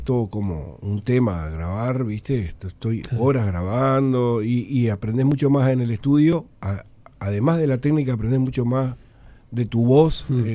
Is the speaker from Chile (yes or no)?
no; Montevideo, Uruguay; born there; hay un apego especial a la gente del cerro que no se quiere ir, como yo